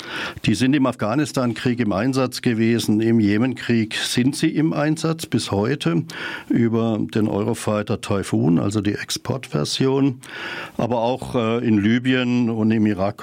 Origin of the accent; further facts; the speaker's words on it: Freiburg, Baden-Württemberg, Germany; Freiburg ist meine Heimatstadt und ich freue mich immer über die Green City, also das positive Image der Stadt Freiburg.